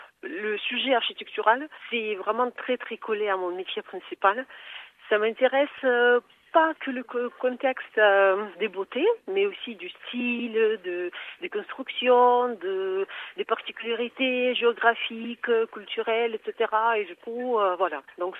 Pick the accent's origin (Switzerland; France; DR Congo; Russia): Russia; Samara, Samara Oblast; j'ai profité bien sûr de présenter ma ville natale, Samara. C'est une grande ville en Russie